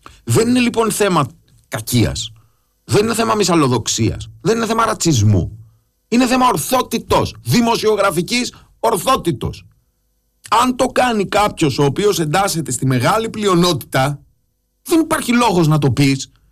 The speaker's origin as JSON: {"language": "Greek", "country": "Greece", "said": "Αυτό που έχουμε ζήσει εμείς, υποτίθεται γηγενείς λευκοί κανονικοί Έλληνες"}